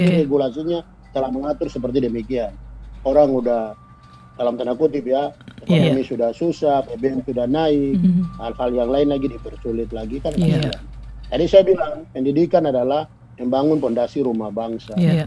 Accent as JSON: {"language": "Indonesian", "town": "Sorong", "region": "Southwest Papua", "country": "Indonesia", "said": "Saya jalan pagi, saya tinggal di Perumnas ya. Saya orang tugas di Manokwari, tapi saya warga Sorong. Nah, jadi saya tinggal di Perumnas"}